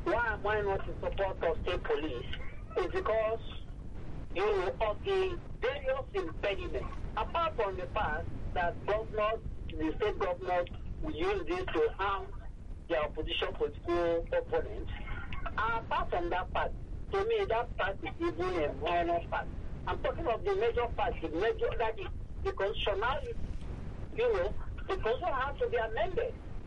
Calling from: Nigeria; I'm calling from Aparoja in Ikoti.

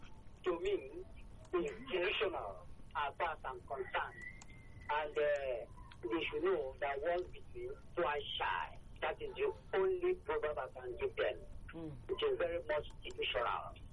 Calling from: Abaranje, Ikotun, Lagos, Nigeria; I'm calling from Abaranje, Nikosu.

